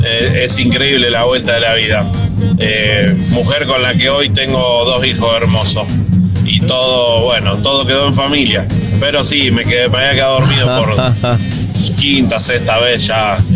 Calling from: Santa Fe, Argentina; de Santa Fe.

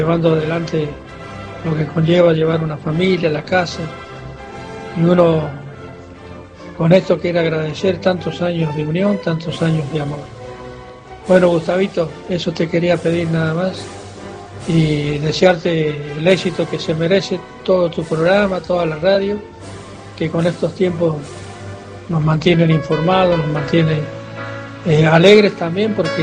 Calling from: Argentina; del Villa Celestina

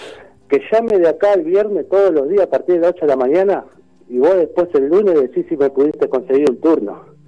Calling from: Villa Bosch, Buenos Aires Province, Argentina; yo vivo en Villa Bosch, en el municipio de 3 de Febrero.

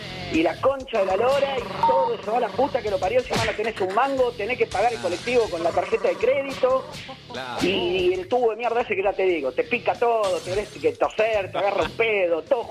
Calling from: Buenos Aires, Argentina; soy de Liniers

